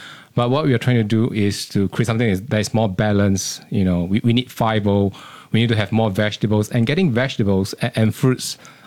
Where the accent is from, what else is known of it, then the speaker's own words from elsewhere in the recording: Singapore; Thanks for having me here. I grew up in Singapore